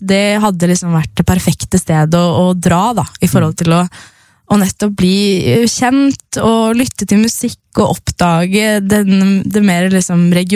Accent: Hurdal, Akershus, Norway; moved away as an adult; now in Gjøvik, Norway; Der i Hurdal, der jeg vokste opp

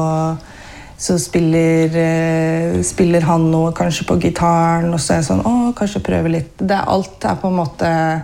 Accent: Geilo, Buskerud, Norway; Ja, jeg kommer fra Hallingdal, jeg kommer fra Geilo, men det hører man ikke så godt heller. Men oppvokst på Geilo, men familien fra Vestlandet

